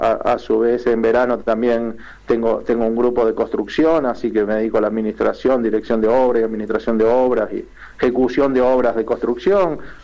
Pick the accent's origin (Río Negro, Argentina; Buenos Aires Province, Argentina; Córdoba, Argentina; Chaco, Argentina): Córdoba, Argentina; San Francisco; moved away as an adult; now in Caviahue, Argentina; yo ya hace casi 30 años vivo acá, yo soy muy cerquita de ustedes, soy cordobés, soy de San Francisco, Córdoba, nacido y criado, y bueno, un día llegué a este lugar hace casi 30 años